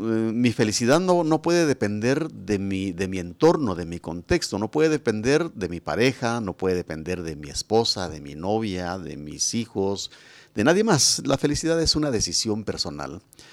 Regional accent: Guatemala; nosotros mismos como personas, como guatemaltecos

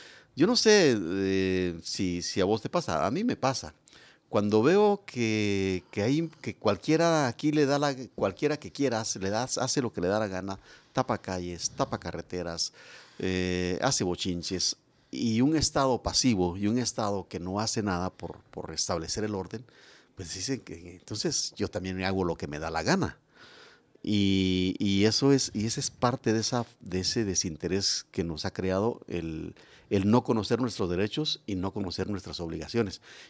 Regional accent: Guatemala; los guatemaltecos somos la materia prima, somos la sangre, somos el ADN de esta nación.

